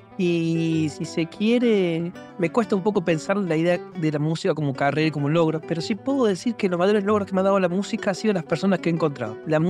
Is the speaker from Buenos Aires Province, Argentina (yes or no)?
no; Córdoba, Argentina; born there; Nací en Barrio General Bustos, un barrio de laburantes